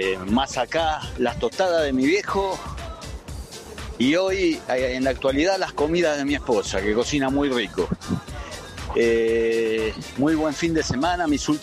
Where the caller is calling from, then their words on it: Solano, Buenos Aires Province, Argentina; de Solano, taxista de Capital.